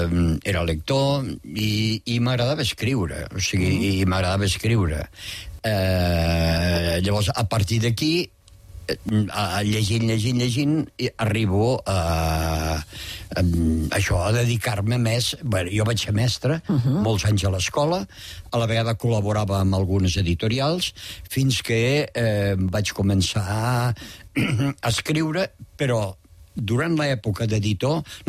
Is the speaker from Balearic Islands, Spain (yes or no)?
no; Peramola, Catalonia, Spain; born there; Sí, jo vaig néixer a Peramola.